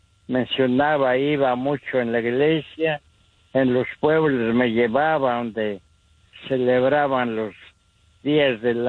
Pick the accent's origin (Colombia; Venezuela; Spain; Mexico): Mexico; Oaxaca; moved away; Yo soy de México, de Oaxaca.